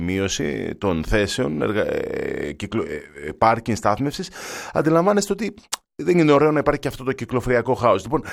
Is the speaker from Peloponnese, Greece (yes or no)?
yes; Kalamata, Peloponnese, Greece; Εγώ πρώτη φορά ζώντας, μεγαλώνοντας εκεί στη Φαρών προς το κέντρο